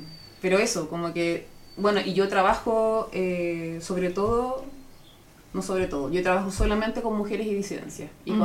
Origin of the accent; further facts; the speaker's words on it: Santiago, Santiago Metropolitan Region, Chile; now in Maule, Chile; Yo soy de Santiago, ya me siento maulina, pero pero en Santiago y acá en el Maule he trabajado en varias partes.